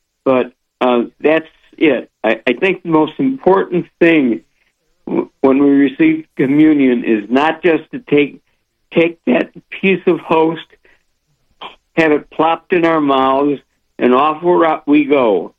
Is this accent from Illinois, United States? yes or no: yes; Chicago, Illinois, United States; I grew up in the Chicago Archdiocese in the 1950s, and I know I received communion before I received confirmation.